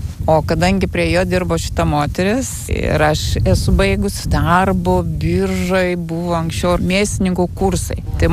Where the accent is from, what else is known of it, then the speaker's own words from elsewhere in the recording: Vilnius, Vilnius County, Lithuania; moved away as an adult; Tai mes pabėgom iš Vilniaus. Vyras iš Kauno, aš iš Vilniaus, bet visą laiką Vilniuje gyvenom ir dirbom.